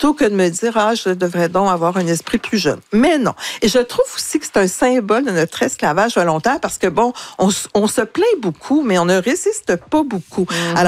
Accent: Quebec, Canada

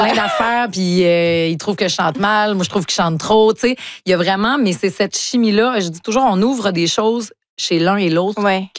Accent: Lac-Saint-Jean, Quebec, Canada; moved away as an adult; also born or lived in Sherbrooke / Montreal; On a été de ceux, les deux, on vient du lac.

